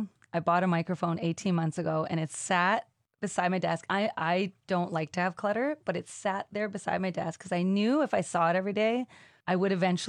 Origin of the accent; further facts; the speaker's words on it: Thunder Bay, Ontario, Canada; moved away; I grew up in Thunder Bay. We call them camps.